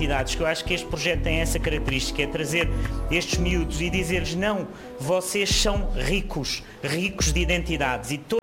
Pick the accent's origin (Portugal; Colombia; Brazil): Portugal; Alentejo; moved away as an adult; also born or lived in France; Quando estou no meu Alentejo, lá para também sou alentejano.